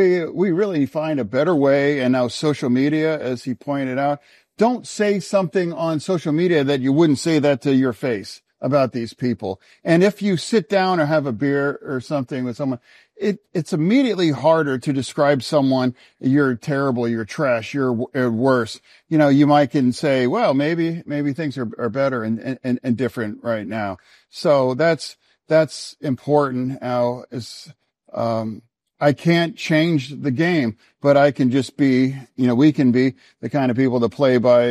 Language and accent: English; York, Pennsylvania, United States; we are just two Pennsylvania stories. You know, I grew up in York